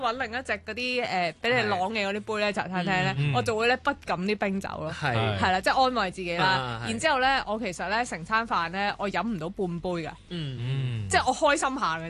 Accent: Hong Kong; 我作为一个香港人

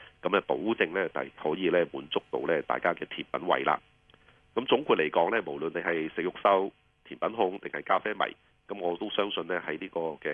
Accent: Hong Kong; 我哋香港人

